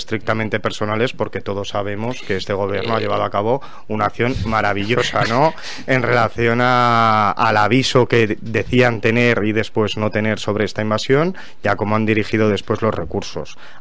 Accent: Spain; normalidad en el día a día de los ciudadanos de Ceuta, que eso es lo primero que nos tiene que preocupar como españoles.

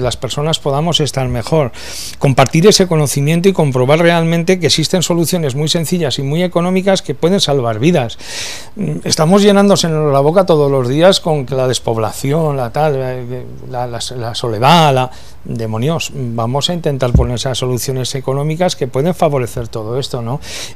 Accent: Muniesa, Aragon, Spain; quiero mandar un saludo a mi pueblo, a Muniesa

